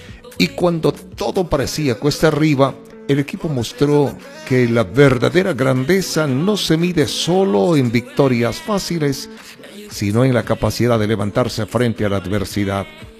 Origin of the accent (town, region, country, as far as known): Ecuador